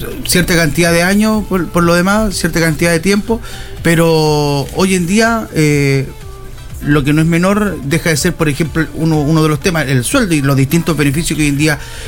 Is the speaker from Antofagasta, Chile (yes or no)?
yes; Antofagasta, Chile; Por ejemplo, si yo pertenezco, soy de acá de Antofagasta